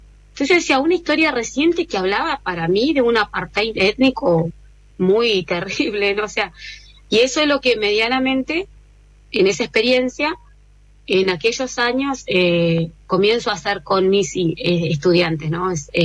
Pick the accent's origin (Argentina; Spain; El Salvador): Argentina; Balcheta, Río Negro; mi familia, toda mi familia está en Balcheta. Balcheta es mi tierra, mi lugar, porque mi familia es de la meseta Somuncurá.